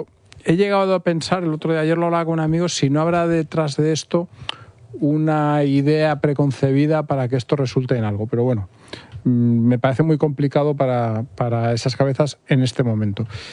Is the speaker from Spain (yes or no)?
yes; Spain; los vasallos somos los españoles a través de nuestro gobierno.